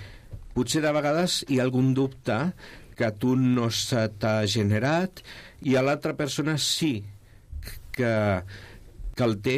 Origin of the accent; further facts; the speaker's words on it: La Llagosta, Catalonia, Spain; Catalan is a second language; also born or lived in Mollet del Vallès; la meva llengua materna no és el català, sinó que jo fins als 14 anys que vaig començar a fer BUP, el que era aleshores BUP, aquí a Mollet, a l'any 1978, no havia sentit parlar català mai. Jo vivia a la Llagosta, i la Llagosta és una població d'immigrants totalment, ben bé.